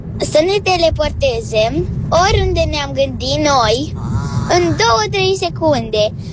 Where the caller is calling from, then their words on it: Constanța, Constanța County, Romania; din Constanța.